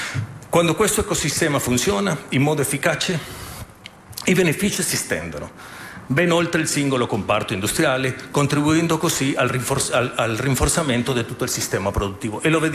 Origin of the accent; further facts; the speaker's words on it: Brazil; vengo dal Brasile, conosco molto i numeri del Brasile